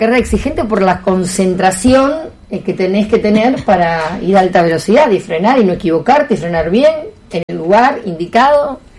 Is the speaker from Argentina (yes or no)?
yes; Argentina; los argentinos